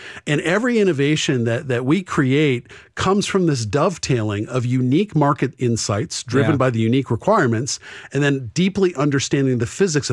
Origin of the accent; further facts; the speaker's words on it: New Hampshire, United States; So even though, you know, I'm a guy from New Hampshire.